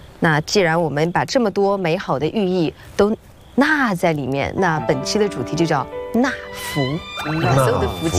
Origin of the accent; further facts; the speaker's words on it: Northeast China, China; 我本身是东北人，就东北人喜欢吃一些就是，猪肉。